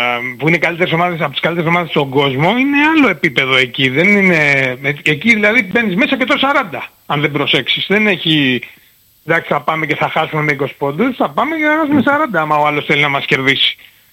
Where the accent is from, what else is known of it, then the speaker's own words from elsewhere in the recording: Greece; Και για μας και σαν Έλληνες